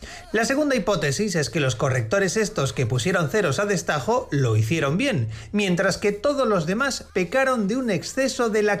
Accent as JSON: {"language": "Spanish", "region": "Basque Country", "country": "Spain"}